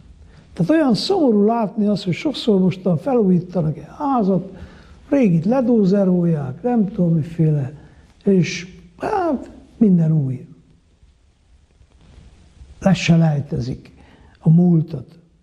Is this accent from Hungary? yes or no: no; Miercurea Ciuc, Harghita, Romania; born or raised there